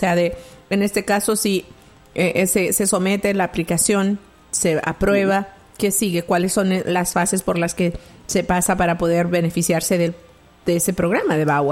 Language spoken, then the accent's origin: Spanish; Mexico; Soy de México y nunca he salido.